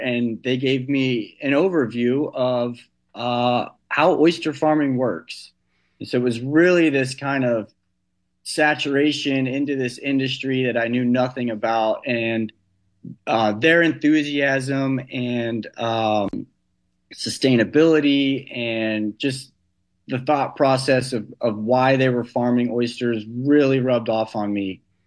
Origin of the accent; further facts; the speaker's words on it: Texas, United States; I'm from Texas originally, and I'll go back to visit my parents